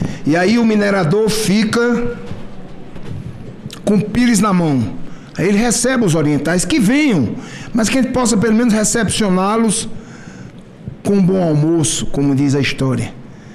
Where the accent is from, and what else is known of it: Paraíba, Brazil